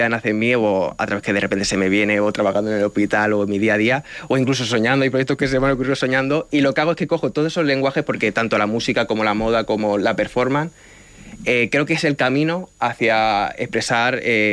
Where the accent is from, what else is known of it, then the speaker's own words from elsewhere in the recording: Villarrubia de los Ojos, Castilla-La Mancha, Spain; born there; las pequeñas costumbres que hay en mi pueblo y cómo la gente del pueblo se relaciona en sí y el lenguaje, porque normalmente suelo meter nombre a mis proyectos con palabras como que son muy locales y que... y que tienen como un significado muy en específico que solo de Villarrubia lo entienden.